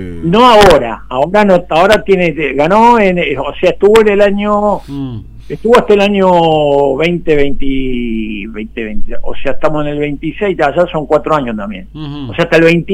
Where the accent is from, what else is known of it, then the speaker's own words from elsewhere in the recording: Paraguay; moved away; tendría que ir a pasar una vacación a mi pueblo allá a Paraguay